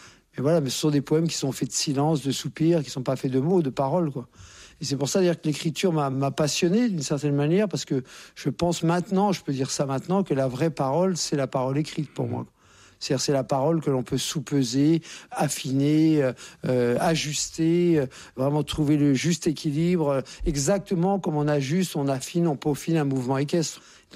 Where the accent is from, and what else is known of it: Courbevoie, Île-de-France, France; born there